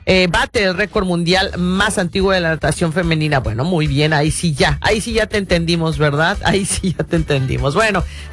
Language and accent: Spanish; Guadalajara, Jalisco, Mexico; now in United States; En mi país le decimos tianguis, en, bueno, por lo menos en mi colonia, en mi ciudad, mi mamá. Sí, es que la gente, cuando tú dices alguna palabra, es que así lo hacemos en Guadalajara, por ejemplo.